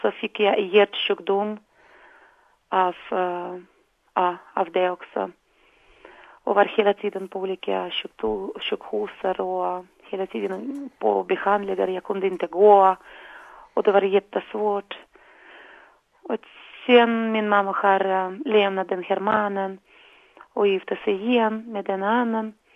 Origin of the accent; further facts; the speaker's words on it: Russia; Swedish is a second language; now in Sweden; Från Ryssland.